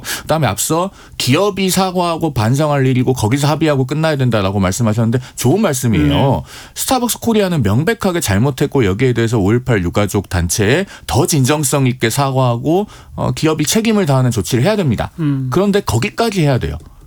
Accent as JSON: {"language": "Korean", "town": "Suncheon", "region": "South Jeolla", "country": "South Korea", "tie": "born or raised there", "also_born_or_lived": "Gwangju", "moved": "yes", "said": "제가 고향이 전남 순천이고요. 주민등록상 출생지는 제가 광주입니다."}